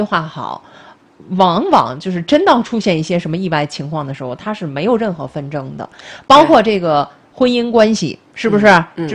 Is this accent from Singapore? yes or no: no; China; 就是好像我们中国人自古